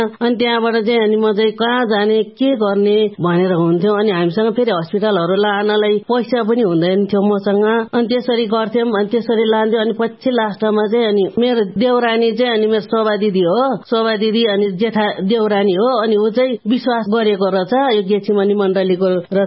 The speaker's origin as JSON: {"language": "Nepali", "area": "Lisyang, Sindhupalchok", "region": "Bagmati", "country": "Nepal", "said": "अनि मेरो घर चाहिँ लिस्याङको हो, सिन्धुपाल्चोक लिस्याङको। अनि मेरो सन्तानहरू चाहिँ सबै बुद्धिस्ट हो, के अरे लामाहरू हो, अनि म पनि लामाको छोरी हो।"}